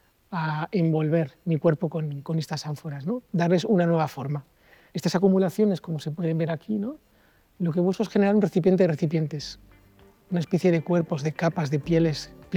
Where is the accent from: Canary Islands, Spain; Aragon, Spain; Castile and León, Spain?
Aragon, Spain; Huesca; moved away; decido volver a mi tierra, yo soy de Huesca